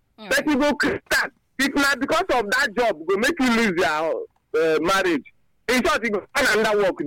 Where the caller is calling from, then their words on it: Abakaliki, Ebonyi, Nigeria; Right. I'm from Abakli Kebel State.